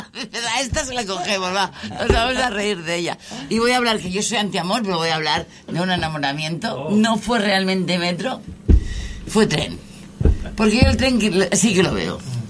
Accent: Barcelona, Catalonia, Spain; nosotros como barcelonés

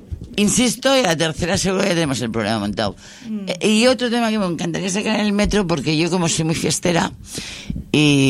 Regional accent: Barcelona, Catalonia, Spain; nosotros como barcelonés

